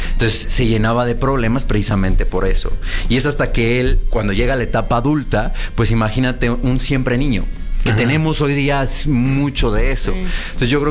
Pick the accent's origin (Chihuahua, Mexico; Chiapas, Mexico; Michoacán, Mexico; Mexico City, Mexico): Michoacán, Mexico; Sahuayo; Yo soy de Michoacán